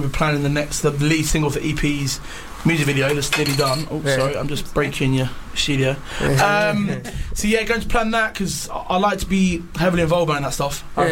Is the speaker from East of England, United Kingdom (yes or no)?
yes; Cambridge, East of England, United Kingdom; I'm from Cambridge, mate.